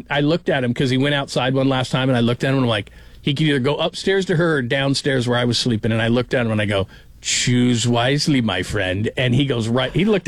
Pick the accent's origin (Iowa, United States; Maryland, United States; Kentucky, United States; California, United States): California, United States; my parents were playing 8-tracks and 60s music, and I grew up in California